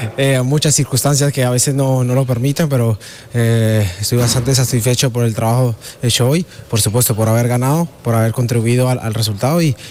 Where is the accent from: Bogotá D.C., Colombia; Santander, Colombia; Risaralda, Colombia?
Risaralda, Colombia; Pereira; moved away; Yo soy de al lado, mira. Yo soy de Pereira.